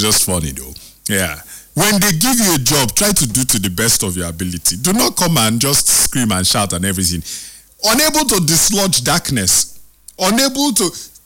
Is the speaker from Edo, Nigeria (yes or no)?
yes; Benin City, Edo, Nigeria; born there; Interestingly, I was born in Oredo.